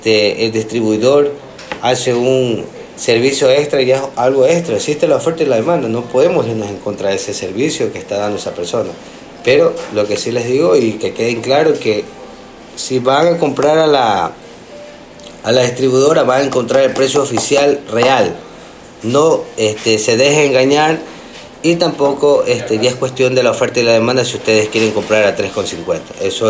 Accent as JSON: {"language": "Spanish", "town": "Quevedo", "region": "Los Ríos", "country": "Ecuador", "tie": "born or raised there", "said": "mi ciudad Quevedo, que me ha visto crecer, me ha visto nacer"}